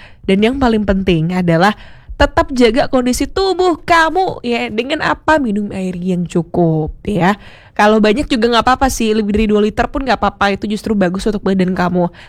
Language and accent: Indonesian; Indonesia; kita orang Indo